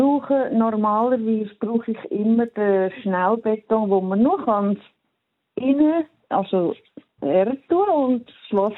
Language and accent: German; Zurich, Switzerland; Ich bin in Zürich aufgewachsen, in der Stadt. Aha. Und bin vor 42 Jahren durch Grosser ins Tessin gekommen.